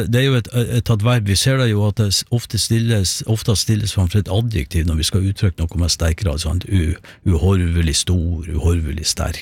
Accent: Sandnessjøen, Nordland, Norway; for det kommer vi fra Sandnessjøen, og når jeg ser imot fjellene der, så ser jeg et fjell som egentlig heter Horva.

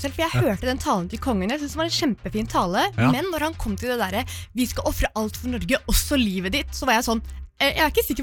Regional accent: Turkey; now in Norway; Så når jeg er fra Tyrkia og ser hvordan liksom folk i Tyrkia er så liksom hengivende til landet sitt

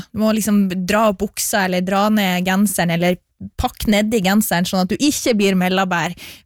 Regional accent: Leknes, Nordland, Norway; Leknes er jo samme plassen som jeg er fra, Eva.

